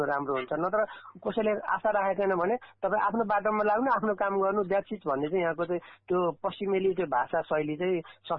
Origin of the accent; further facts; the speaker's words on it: Dhading, Bagmati, Nepal; now in Australia; पनि अस्ट्रेलियाको चाहिँ जनसमिति सभापति उम्मेद्वार हुँदै गर्दाखेरि म धादिङबाट हुँ